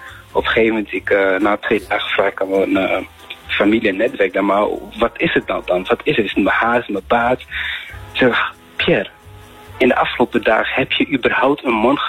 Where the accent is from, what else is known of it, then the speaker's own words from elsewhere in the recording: Netherlands; born there; also born or lived in Rwanda; Ik ben hier in Nederland groot geworden. Ik heb me hier leren thuis voelen.